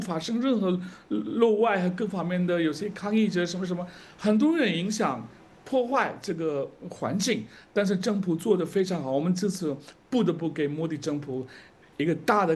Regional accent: India; Chinese is a second language; 但是呢，我们印度人特别期待的这段时间是

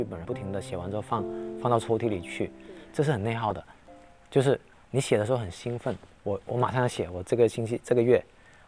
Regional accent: Guangdong, China; 因为都是潮汕人呐、但他很容易。我去到不同国家，我是会换着口音跟不同的潮汕人交流的

